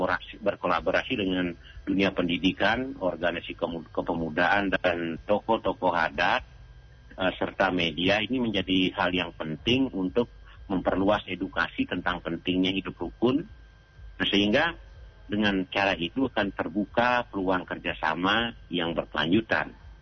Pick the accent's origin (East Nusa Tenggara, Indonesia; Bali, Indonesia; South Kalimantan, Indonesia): Bali, Indonesia; Nah, kita tahu meskipun saya suku Bali, tapi saya pernah banyak belajar dari Gorontalo.